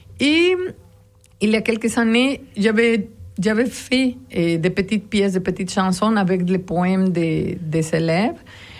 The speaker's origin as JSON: {"language": "French", "country": "Mexico", "moved": "as an adult", "said": "je viens du Mexique."}